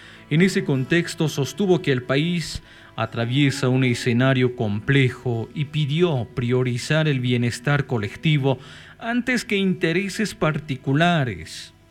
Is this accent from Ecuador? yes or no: no; Bolivia; los únicos perjudicados somos las bolivianas y los bolivianos.